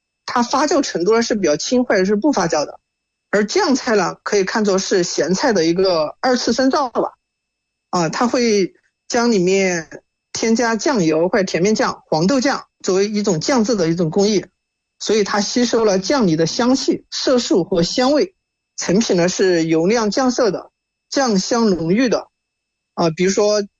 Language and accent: Chinese; Sichuan-Chongqing, China; 作为一个土生土长的川渝人